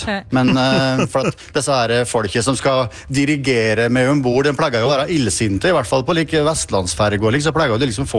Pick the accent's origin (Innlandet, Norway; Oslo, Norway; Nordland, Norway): Innlandet, Norway; jeg er fra Gudbrandsdal